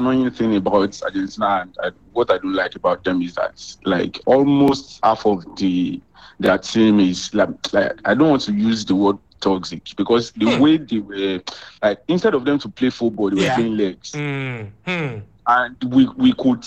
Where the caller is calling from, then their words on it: Tanke, Kwara, Nigeria; from Tanke.